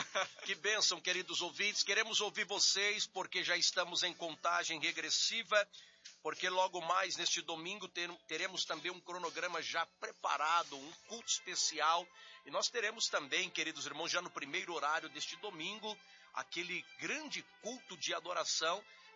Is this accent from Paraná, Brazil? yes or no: no; Jundiaí, São Paulo, Brazil; Jundiaí, interior de São Paulo, a 50 quilômetros de São Paulo